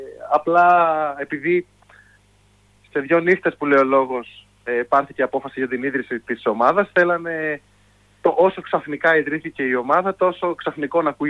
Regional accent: Kavala, Eastern Macedonia and Thrace, Greece; moved away as an adult; εγώ είμαι ένα παιδί από την Καβάλα και το 2022... πήρα αυτό το ρίσκο να φύγω από την Καβάλα, να έρθω σε μια μεγαλύτερη πόλη χωρίς να γνωρίζω τίποτα και κανέναν

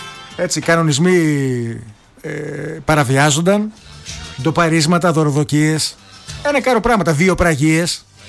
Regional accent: Greece; Εμείς, που εδώ σαν Έλληνες

